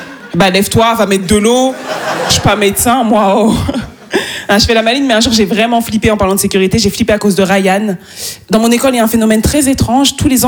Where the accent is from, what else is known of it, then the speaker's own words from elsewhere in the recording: Île-de-France, France; born there; C'est peut-être parce que je suis née dans le Val d'Oise